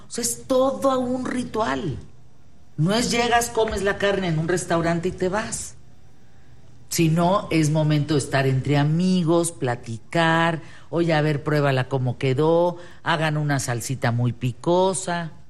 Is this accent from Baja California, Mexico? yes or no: no; Monterrey, Nuevo León, Mexico; yo estoy acá en Monterrey, soy regio.